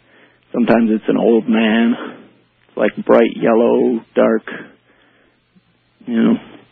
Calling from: Saint Paul, Minnesota, United States; from St. Paul.

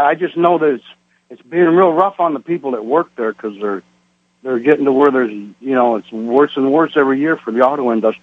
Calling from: Battle Creek, Michigan, United States; from Battle Creek.

